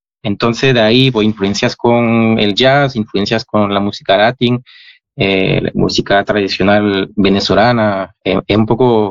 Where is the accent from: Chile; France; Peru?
France; Spanish is a second language; now in Spain; el corazón francés, aunque adoro España. De hecho, vivo en España y estoy muy a gusto en España. Sigo siendo francés.